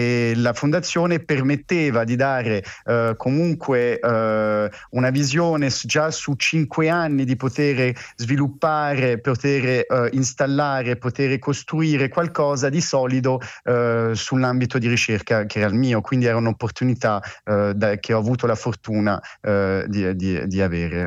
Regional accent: France; Italian is a second language; moved away as an adult; also born or lived in United Kingdom; now in Italy; io sono nato e cresciuto in Francia, ho fatto tutti gli studi in Francia

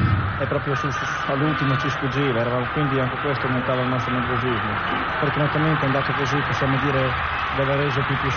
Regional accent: Emilia-Romagna, Italy; Sono molto contento che il Cesena sia andato in Coppa UEFA perché è la squadra delle mie terre, della mia terra.

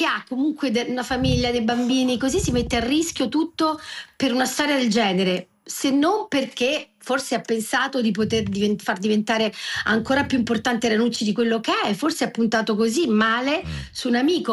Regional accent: Naples, Campania, Italy; sono napoletana e conosco bene il pesce

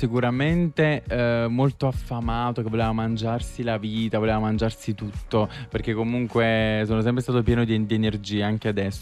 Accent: Marcianise, Campania, Italy; anche perché io in realtà sono di Marcianise, provincia di Caserta

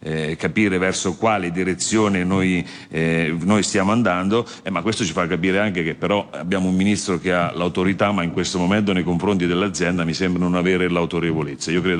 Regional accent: Marche, Italy

